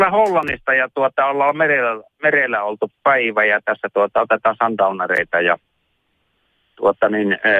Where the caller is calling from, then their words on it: Savonia, Finland; minä olen itse Savosta